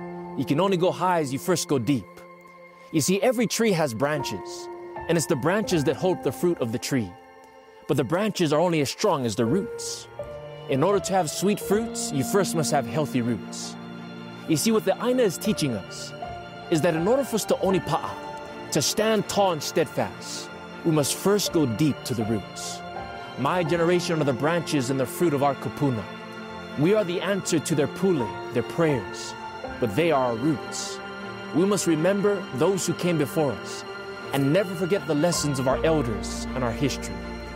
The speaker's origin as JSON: {"language": "English", "area": "Oahu", "region": "Hawaii", "country": "United States", "tie": "born or raised there", "said": "I'm Hawaiian by heart. My grandmother was born on Maui, daughter of a plantation worker. I was born and raised in Wailua and Nanakuli on Oahu. This is the only home I know, and I'm blessed to be Keiki Oka'aina, a child of this land."}